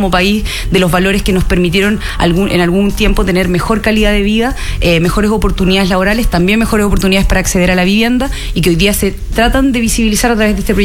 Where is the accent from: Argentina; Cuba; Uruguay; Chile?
Chile; yo probablemente no alcancé a vivir todavía tantas décadas en este país